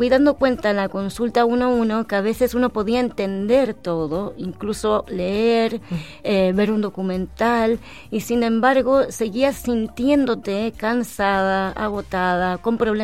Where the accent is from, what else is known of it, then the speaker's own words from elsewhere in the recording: Argentina; now in Chile; yo soy argentina. Sí. Hace mucho tiempo que vivo en Chile